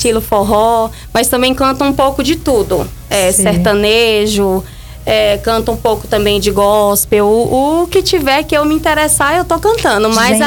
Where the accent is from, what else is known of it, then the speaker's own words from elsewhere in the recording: Bom Jesus, Piauí, Brazil; moved away as an adult; also born or lived in Brasília; now in Uruaçu, Brazil; Sou natural de Brasília DF, mas me considero como nordestina arretada. Sou da cidade de Bom Jesus, Piauí, onde eu fui me criada.